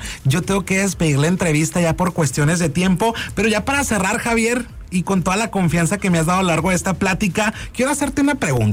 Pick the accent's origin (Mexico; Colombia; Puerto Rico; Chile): Mexico; Sonora; Yo como sonorense y como buen sonorense